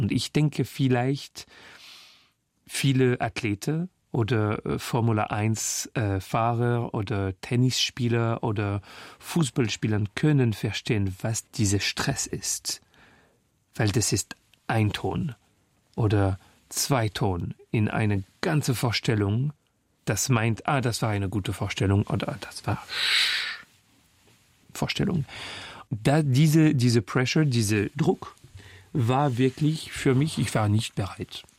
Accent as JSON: {"language": "German", "town": "Paris", "region": "Île-de-France", "country": "France", "tie": "born there", "second_language": "German", "said": "Weil ich singe ein paar Kilometer von wo ich geboren bin, in Clinique des Lilas, bei einem 20. Arrondissement."}